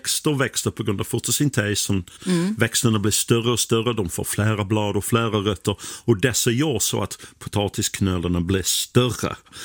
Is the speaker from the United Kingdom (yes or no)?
yes; England, United Kingdom; Swedish is a second language; now in Sweden; Och jag kan säga att Ingmar Stenmark, han var ändå en hjälte för mig när jag var liten i England och kollade på skidåkning på lördag eftermiddag.